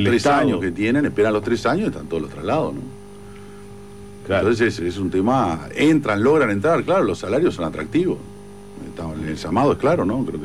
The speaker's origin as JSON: {"language": "Spanish", "country": "Uruguay", "said": "somos tan uruguayos"}